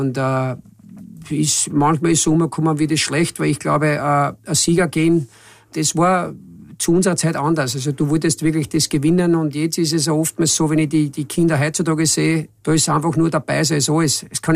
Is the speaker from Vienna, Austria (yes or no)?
no; Burgenland, Austria; Ich bin ein waschechter Burgenländer.